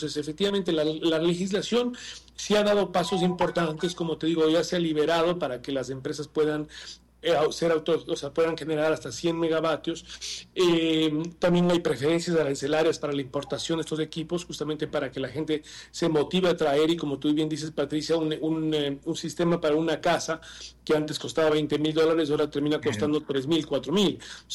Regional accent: Ecuador

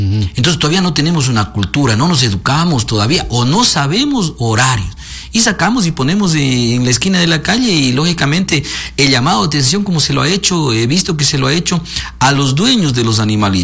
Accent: Macas, Morona Santiago, Ecuador; Yo soy de Macas, ahorita estoy en un departamento

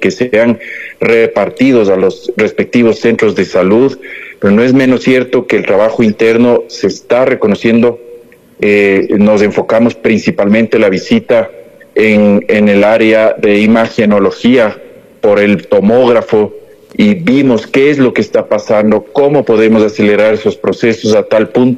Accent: Ambato, Tungurahua, Ecuador; La verdad es que soy una persona muy querendona de mi tierra, de mi Ambato, de mi Tungurahua

